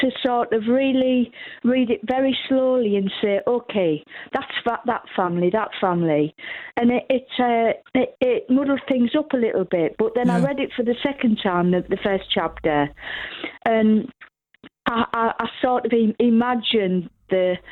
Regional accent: North East England, United Kingdom; moved away as an adult; now in Derby, United Kingdom; So, I studied at uni in the 1980s when I came to Derby from the North East.

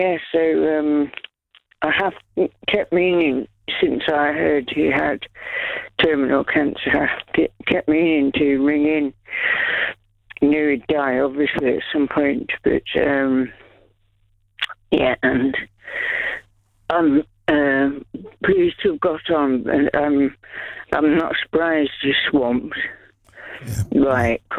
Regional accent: Yorkshire and the Humber, United Kingdom; I was in South Yorkshire at the time, 5 miles outside of Doncaster, so Scunthorpe wasn't very far away at all.

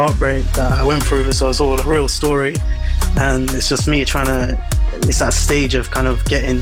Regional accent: Bedford, East of England, United Kingdom; In my hometown, Bedford, supporting Danao.

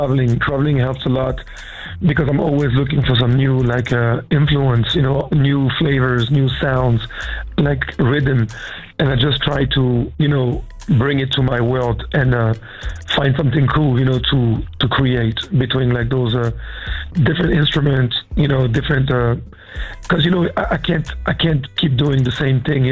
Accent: Île-de-France, France; You know, I grew up in outside of Paris, you know, in the hood

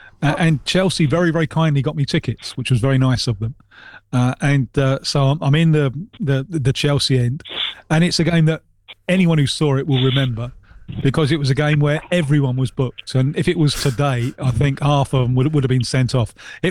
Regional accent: Brazil; So I could just play the Brazilian card. You know, I could say, no, I am from Brazil.

